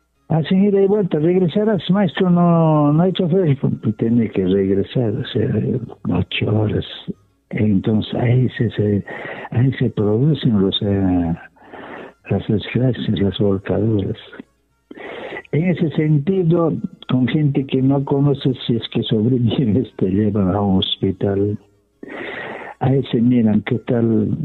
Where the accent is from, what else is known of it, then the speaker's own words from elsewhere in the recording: Cusco, Peru; nosotros somos los de Cusco, hinchas del Cienciano